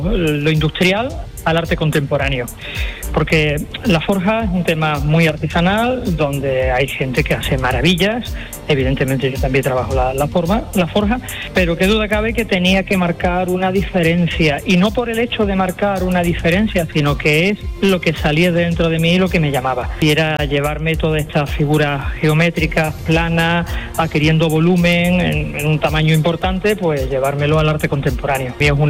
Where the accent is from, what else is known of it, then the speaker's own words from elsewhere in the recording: Algeciras, Andalusia, Spain; yo soy una persona de mar, vivo en la zona del litoral, soy de Algeciras, y evidentemente pues yo no vivo de espalda al mar.